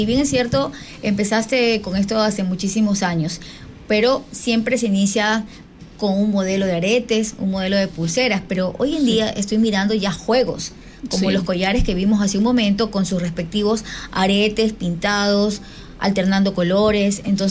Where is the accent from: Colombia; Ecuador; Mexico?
Ecuador; Manabí; los manavitas